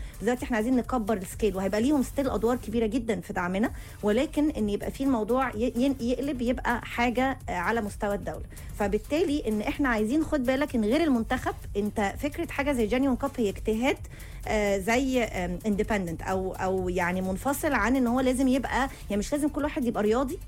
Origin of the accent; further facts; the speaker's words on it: Egypt; احنا كمصريين